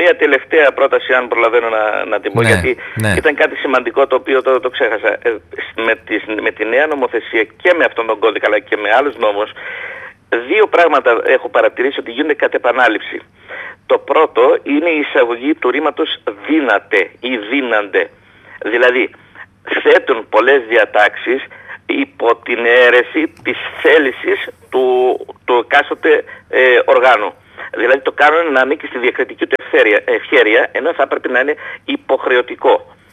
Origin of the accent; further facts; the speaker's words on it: Greece; σαν Έλληνες είμαστε πάρα πολύ εύπιστοι.